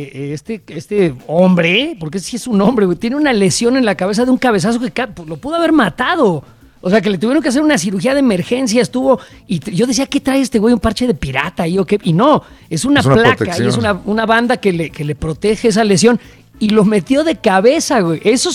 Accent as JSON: {"language": "Spanish", "country": "Mexico", "said": "estamos todos unidos para el fútbol, sin duda, como mexicanos"}